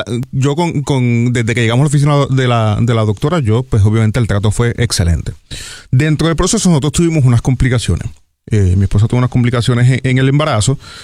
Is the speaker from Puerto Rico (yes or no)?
yes; Barranquitas, Puerto Rico; now in Gurabo, Puerto Rico; Yo soy natural de Barranquita, pero llevo unos años viviendo en Gurabo.